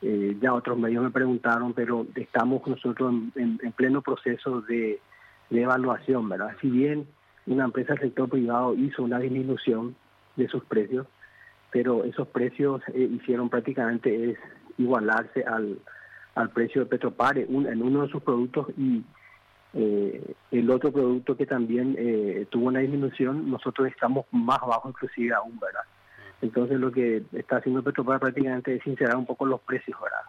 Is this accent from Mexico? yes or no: no; Paraguay; Como todo paraguayo, siempre estamos pendientes de la selección, ¿verdad?